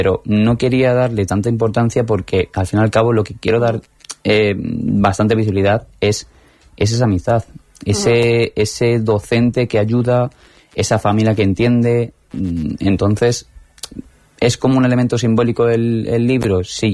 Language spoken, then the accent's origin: Spanish; Córdoba, Andalusia, Spain; born there; moved away